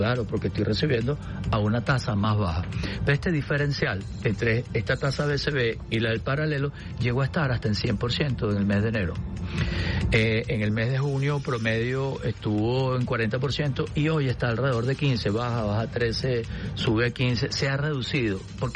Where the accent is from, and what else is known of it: Venezuela